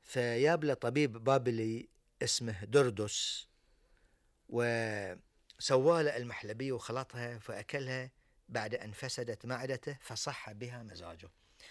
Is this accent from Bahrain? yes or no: yes; Bahrain; إحنا كبحرينيين